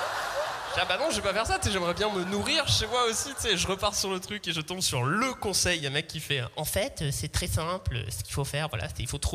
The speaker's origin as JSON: {"language": "French", "town": "Seysses", "region": "Occitanie", "country": "France", "moved": "yes", "lives_now": "Paris, France", "said": "Moi, je viens d'un petit village du sud-ouest qui s'appelle Seyss. Et ça fait 7 ans que j'habite à Paris."}